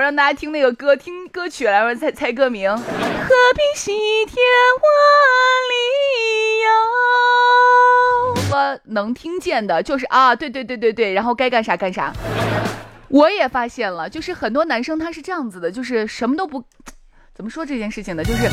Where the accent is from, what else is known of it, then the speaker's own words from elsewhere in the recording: China; 我们中国人有一点，就是人不能自己夸自己